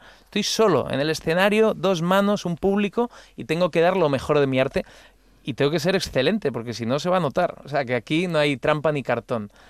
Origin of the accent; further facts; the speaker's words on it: Madrid, Community of Madrid, Spain; Sí, pero no soy mostoleño, es que Móstoles está como no.